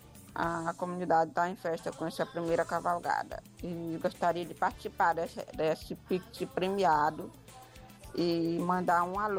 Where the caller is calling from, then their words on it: Pará, Brazil; Nós moramos na Vila Mamiá, mas nós temos um sítio aqui.